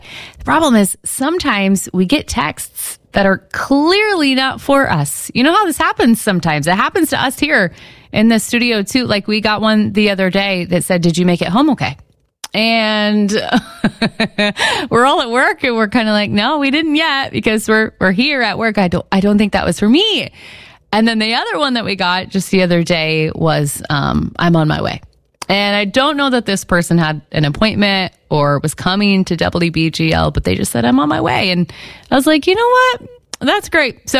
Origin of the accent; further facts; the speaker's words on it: United States; born or raised there